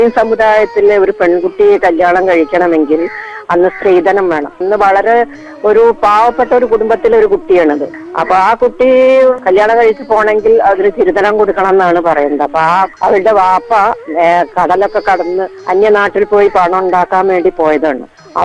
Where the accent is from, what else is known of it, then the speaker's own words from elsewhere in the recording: Kozhikode, Kerala, India; ഞാൻ കോഴിക്കോട് തന്നെയാണ്, ഞാൻ ജനിച്ചതും വളർന്നതും ഒക്കെ കോഴിക്കോട് തന്നെയാണ്.